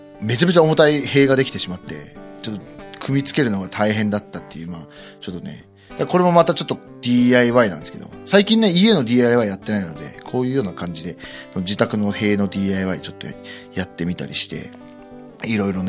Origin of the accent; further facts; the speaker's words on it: Nemuro, Hokkaido, Japan; moved away; 4日間ねずっと根室にいたんですよね、地元にいて